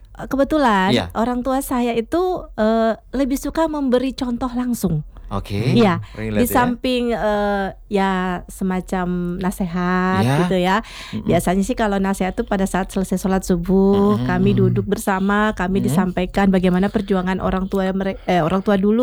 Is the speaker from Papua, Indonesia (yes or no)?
yes; Papua, Indonesia; born there; Kebetulan saya lahir di Papua nih, Pak.